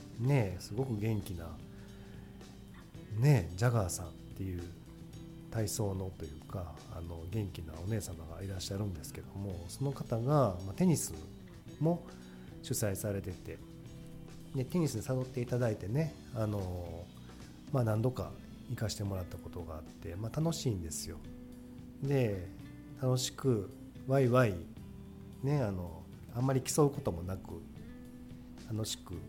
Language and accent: Japanese; Kobe, Hyogo, Japan; also born or lived in Akashi; 生まれも育ちも私、神戸、プラスちょっと明石なんですけども